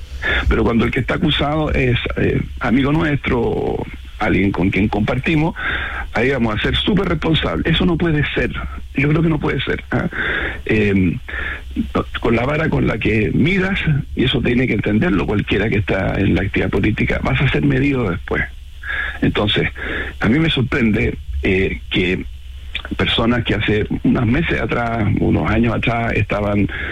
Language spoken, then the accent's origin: Spanish; Chile; Yo, como ciudadano chileno